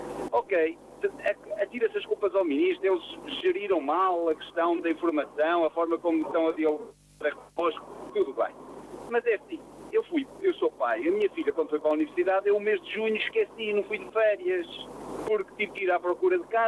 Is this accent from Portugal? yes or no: yes; Portugal; Enquanto nós, portugueses, não tivermos essa percepção do que é uma transmissão de Estado, vamos ter sempre um muro de lamentações.